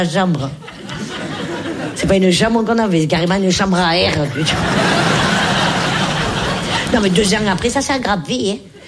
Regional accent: Nice, Provence-Alpes-Côte d'Azur, France; Et moi, je l'ai fait comme on l'ai fait chez nous à Nice, à la pomme de terre.

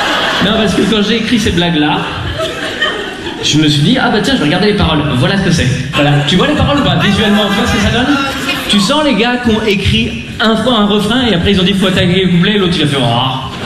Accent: Lausanne, Vaud, Switzerland; Moi, je viens de Lausanne.

